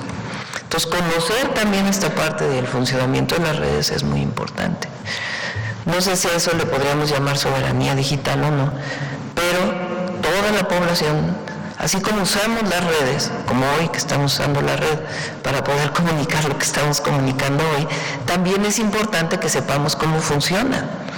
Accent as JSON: {"language": "Spanish", "country": "Mexico", "said": "es un orgullo ser mexicano"}